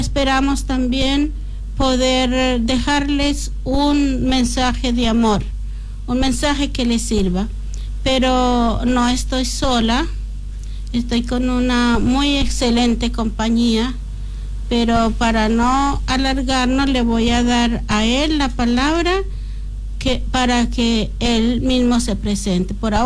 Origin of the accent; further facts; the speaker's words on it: Colombia; Nosotros los dos somos colombianos y nosotros comenzamos a celebrar Navidad desde noviembre.